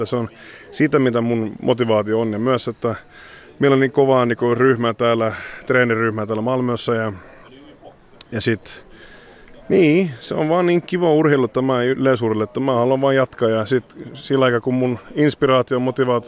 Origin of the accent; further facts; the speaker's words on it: Sweden; born there; mä oon Ruotsissa syntynyt, mä oon ruotsalainen